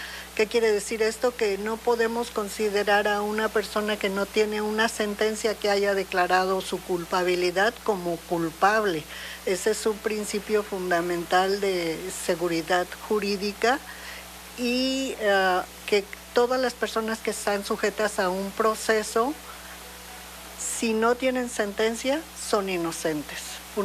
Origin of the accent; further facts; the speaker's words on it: Mexico; a todos como mexicanos